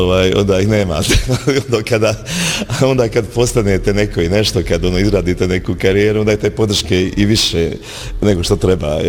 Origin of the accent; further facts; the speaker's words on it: Bosnia & Herzegovina; imate toga narađenog, ono, to je kod nas u Bosni često ta sintagma.